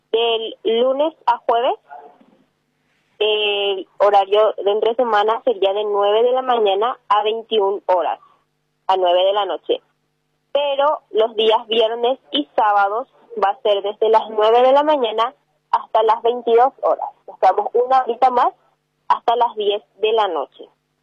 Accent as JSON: {"language": "Spanish", "country": "Paraguay", "said": "yo soy demasiado paraguayo"}